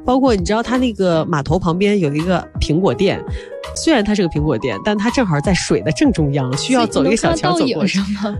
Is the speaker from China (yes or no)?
yes; China; 因为那个老板当发现我是中国人的时候